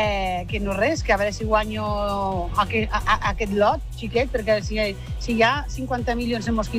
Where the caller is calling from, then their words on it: Lleida, Catalonia, Spain; soc de Lleida